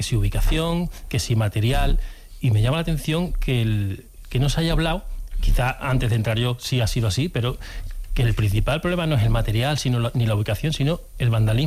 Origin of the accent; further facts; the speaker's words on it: San Fernando, Andalusia, Spain; born there; now in Seville, Spain; No, nací en San Fernando.